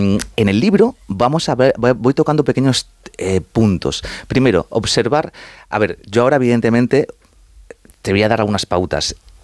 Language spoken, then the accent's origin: Spanish; Community of Madrid, Spain; O sea, estoy muy dividido porque aparte te he dicho ya que soy madrileño